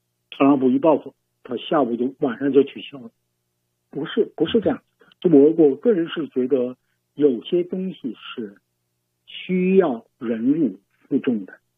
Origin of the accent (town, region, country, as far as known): China